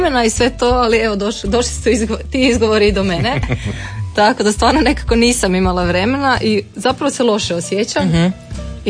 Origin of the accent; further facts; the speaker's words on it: Karlovac, Karlovac County, Croatia; ja sam iz Karlovca